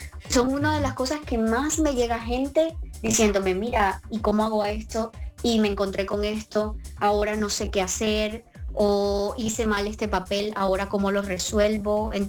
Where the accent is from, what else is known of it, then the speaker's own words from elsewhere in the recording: Colombia; moved away; esas palabras que nosotros tenemos como colombianos y que llegamos aquí diciendo